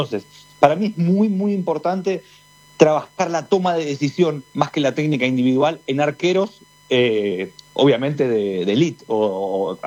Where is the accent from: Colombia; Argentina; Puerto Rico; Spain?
Argentina; yo soy argentino